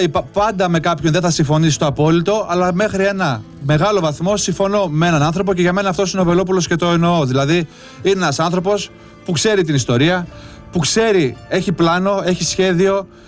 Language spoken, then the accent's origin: Greek; Northern Greece, Greece; Επειδή εγώ είμαι από τη Βόρεια Ελλάδα, ξέρω πόσο καλό μας έκανε σαν Έλληνες.